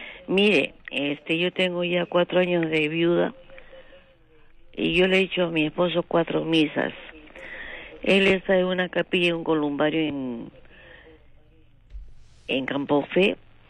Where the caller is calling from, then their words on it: Callao, Peru; Aló, la Gloria, el Callao.